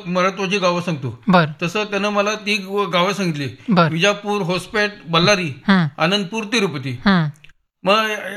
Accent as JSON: {"language": "Marathi", "region": "Maharashtra", "country": "India", "tie": "born or raised there"}